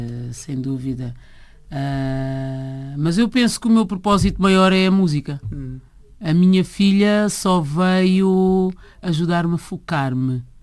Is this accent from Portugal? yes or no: no; Cape Verde; porque eu nasci fora de Cabo Verde, isso dá-me aqui é como uma visão de fora. Eu não sou nem Badia nem Sapajuda, eu sou cabo-verdiana.